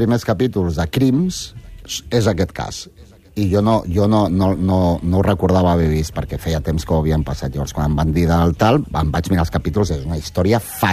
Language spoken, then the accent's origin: Catalan; Barcelona, Catalonia, Spain; born there; Jo vaig estudiar al Vall d'Hebron, a l'EGB, a l'EGB, al Pau Casals i al Bupi Cou, al Narcís Monturiol, i jo movia molt doncs, pel Vall d'Hebron i Horta.